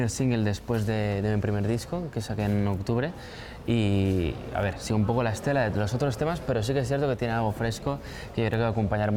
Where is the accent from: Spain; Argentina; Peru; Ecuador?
Spain; Barcelona, Catalonia; Soy un chico de Barcelona, 24 años